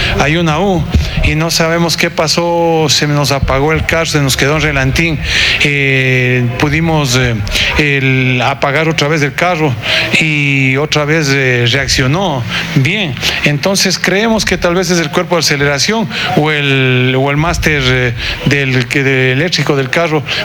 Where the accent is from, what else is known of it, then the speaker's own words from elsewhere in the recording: Ecuador; now in United States; Y lo más bonito de llegar a mi tierra es ver a toda la gente querida.